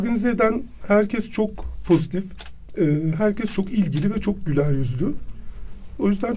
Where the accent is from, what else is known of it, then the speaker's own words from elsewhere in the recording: Sivas, Turkey; moved away; Hani ben buralıyım. Benim için öyle bir özelliği var. Yani 30 sene buraya gelmedim. 30 senenin sonunda işte bir iki sene önce buraya gelmek zorunda kalmıştım.